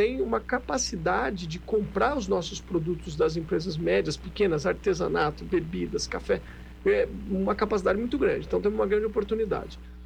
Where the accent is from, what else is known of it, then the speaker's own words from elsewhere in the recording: São Paulo, Brazil; Ainda bem, eu cresci em São Paulo, nasci em São Paulo, minha família toda cearense.